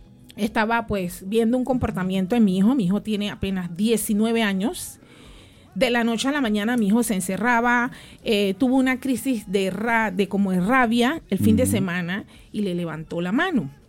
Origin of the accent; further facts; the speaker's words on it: Panama; como panameña idónea en lo que es la medicina natural